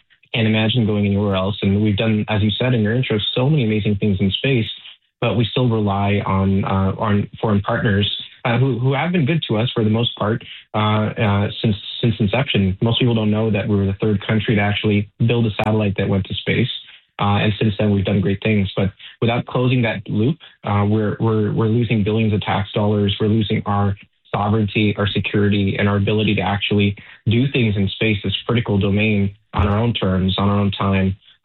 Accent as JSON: {"language": "English", "town": "Toronto", "region": "Ontario", "country": "Canada", "tie": "born or raised there", "said": "Born and raised in Toronto in the Jane and Finch area, humble beginnings."}